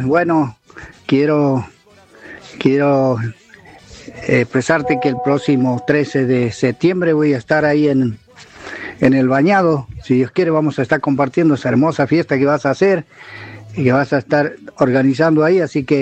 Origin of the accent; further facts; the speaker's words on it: Colonia Dora, Santiago del Estero, Argentina; moved away; a toda la gente de mi pueblo, de cercana al pueblo mío, Colonia Dora y Caño.